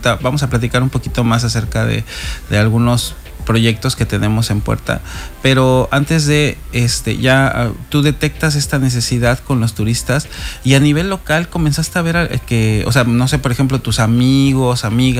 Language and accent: Spanish; Mexico City, Mexico; now in Cancún, Mexico; Bueno, vienes de Ciudad de México, paisana, yo también soy de Ciudad de México.